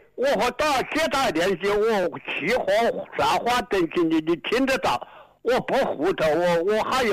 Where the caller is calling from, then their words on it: Yunmeng County, Hubei, China; 我是仁牟县的人呐、啊，仁牟县的道桥镇的、啊，梁河村。